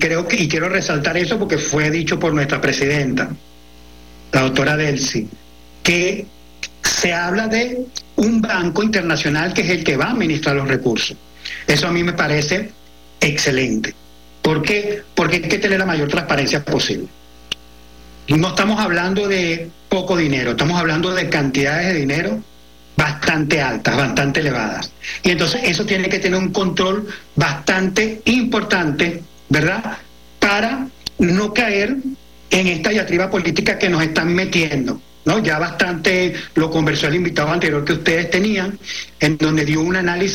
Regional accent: La Guaira, Venezuela; soy de La Guaira

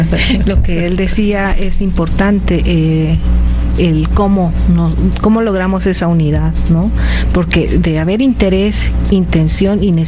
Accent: Bolivia

